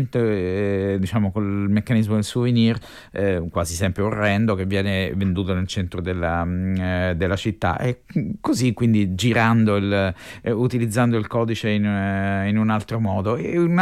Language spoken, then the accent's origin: Italian; Rome, Lazio, Italy; anche se sono romano e vivo qui da tutta la vita